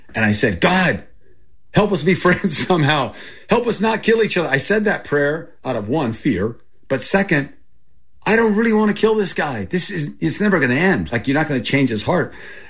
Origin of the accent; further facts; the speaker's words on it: Thailand; first language Thai; English is a second language; also born or lived in Texas; I was 9 months old. I was born in Texas. And I grew up in Thailand, and I grew up with Thai people. And my first language was Thai. And then I went to boarding school.